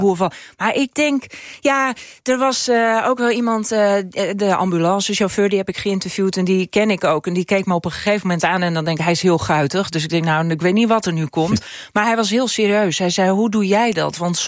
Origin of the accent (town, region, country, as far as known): Friesland, Netherlands; accent: Frisian; first language Frisian; Dutch is a second language; now in Ameland, Netherlands